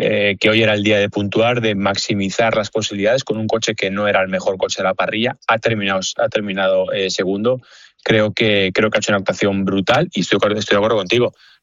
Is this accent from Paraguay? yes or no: no; Spain; es que soy español y entonces me gusta mucho Fernando Alonso